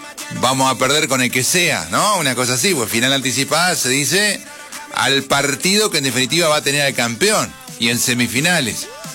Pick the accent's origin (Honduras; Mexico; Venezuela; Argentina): Argentina; somos Argentina